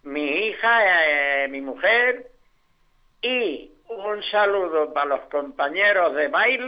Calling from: Santo Tomé, Andalusia, Spain; de Santo Tomé.

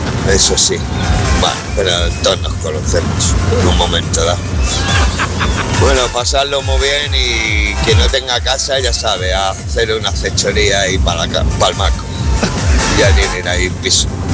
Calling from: Madrid, Community of Madrid, Spain; de Manoteras

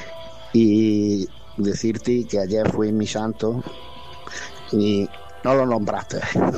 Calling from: La Guardia, Spain; de La Guardia.

